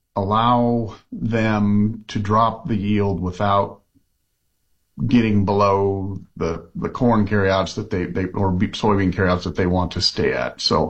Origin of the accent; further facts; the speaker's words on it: Oregon, United States; I'm from Oregon